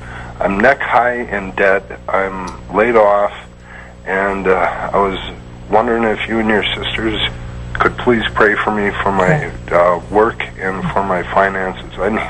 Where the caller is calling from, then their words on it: Wisconsin, United States; Wisconsin.